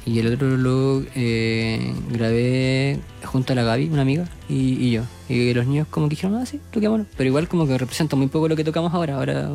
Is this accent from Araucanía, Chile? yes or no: no; Andacollo, Coquimbo, Chile; now in La Serena, Chile; porque nosotros como que tuvimos que salir de Andacollo primero, a llegar a La Serena, y después de eso me apareció en La Serena, y después intentar como ver en otro lugar. No es como que nacimos en Santiago y...